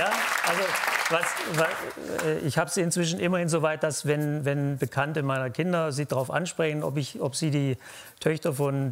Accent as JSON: {"language": "German", "region": "Baden-Württemberg", "country": "Germany", "said": "Nee, da bin ich akribisch, da bin ich Schwabe."}